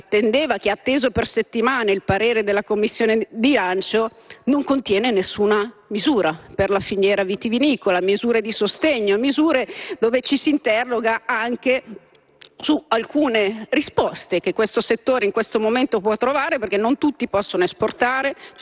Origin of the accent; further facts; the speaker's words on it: Lombardy, Italy; io vengo dalla Lombardia